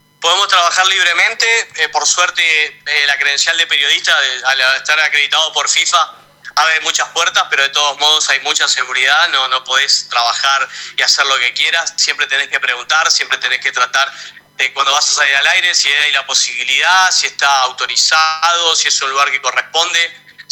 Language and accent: Spanish; Villa Guillermina, Santa Fe, Argentina; moved away